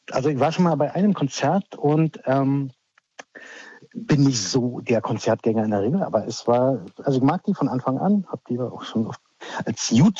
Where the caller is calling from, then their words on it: Berlin, Germany; Aus Hirschgarten gerade.